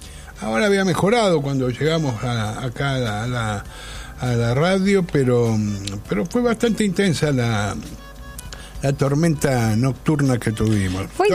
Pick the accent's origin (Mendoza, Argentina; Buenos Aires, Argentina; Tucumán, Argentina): Buenos Aires, Argentina; Yo soy porteño. Yo soy porteño, nacido y criado. Amo profundamente esta ciudad, amo a Buenos Aires porque, bueno, la conozco muy bien, la he recorrido de punta a punta